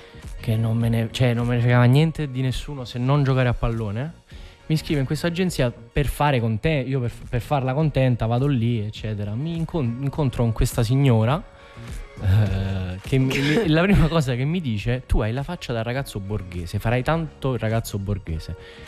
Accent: Rome, Lazio, Italy; born there; also born or lived in Naples

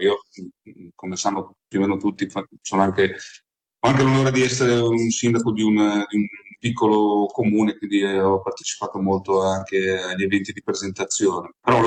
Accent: Liguria, Italy; vengo dalla Liguria

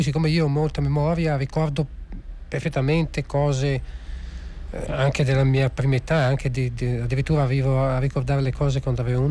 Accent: Genoa, Liguria, Italy; io sono nato a Genova, ma da padre di Cagliari.

